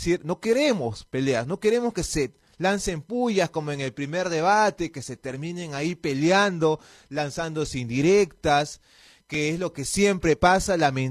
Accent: Peru; a nosotros como peruanos y peruanas.

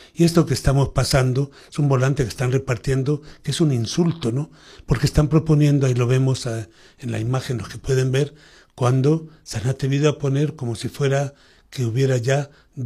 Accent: Peru; todos somos peruanos.

